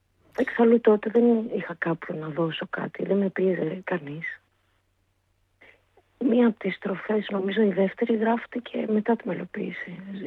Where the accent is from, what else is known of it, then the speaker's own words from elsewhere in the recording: Heraklion, Crete, Greece; moved away as an adult; also born or lived in Mytilene; now in Athens, Greece; Γεννήθηκα στη Μυτιλίνη, ήρθα στην Αθήνα 4, πήγαμε στην Κρήτη στα 8, ήταν από εκεί ο μπαμπάς μου και έμεινα μέχρι το 30, σχεδόν 31.